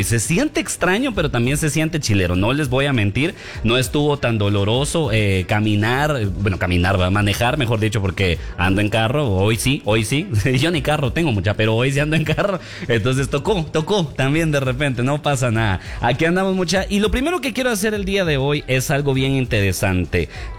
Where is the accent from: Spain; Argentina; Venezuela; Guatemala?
Guatemala; Hoy soy más guatemalteco que comer tamal con tortilla. Yo así me siento hoy, mucha. Completamente así de chapín. Así de guatemalteco. Hoy soy más guatemalteco que tortilla con chicharrón de bolsa.